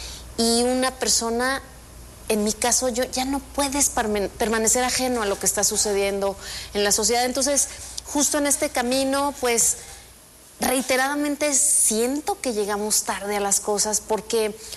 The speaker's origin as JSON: {"language": "Spanish", "town": "Zamora", "region": "Michoacán", "country": "Mexico", "tie": "born or raised there", "said": "Bueno, yo soy originaria de Zamora."}